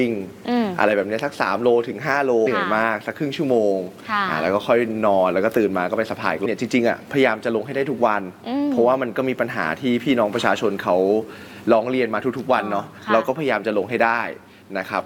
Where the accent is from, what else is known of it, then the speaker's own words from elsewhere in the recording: Bang Khun Thian, Bangkok, Thailand; ใช่ก็คือเกิดและโตที่บางขุนเทียนเลยครับตอนเกิดเนี่ยอาจจะมาอยู่ที่บ้านอาม่าซึ่งก็อยู่ตรงเพชรบุรีตัดใหม